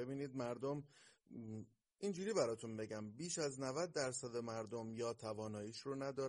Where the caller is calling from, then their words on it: Iran; ما ایرانی هستیم